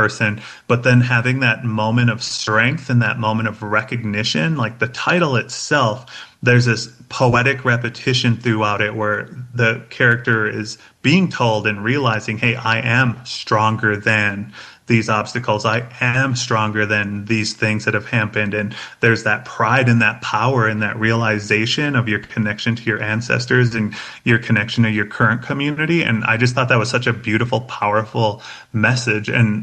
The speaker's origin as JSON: {"language": "English", "town": "Red Lake", "region": "Minnesota", "country": "United States", "lives_now": "Denver, United States", "said": "Like I live in Denver, but I'm from the Red Lake Indian Reservation in northern Minnesota."}